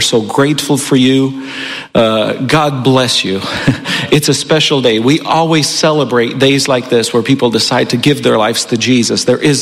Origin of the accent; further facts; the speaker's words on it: Romania; moved away; Îmi aduc aminte când eram copil în România